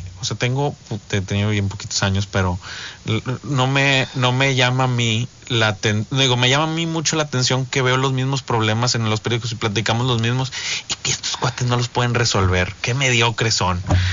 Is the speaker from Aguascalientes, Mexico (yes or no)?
no; Ciudad Victoria, Tamaulipas, Mexico; born there; nací en Ciudad Victoria, nací en Victoria, en el Hospital General. Tengo la fortuna de ser de esta hermosa tierra.